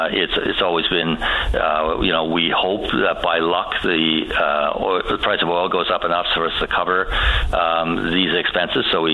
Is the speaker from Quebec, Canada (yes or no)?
no; Carbonear, Newfoundland and Labrador, Canada; growing up in Carbonear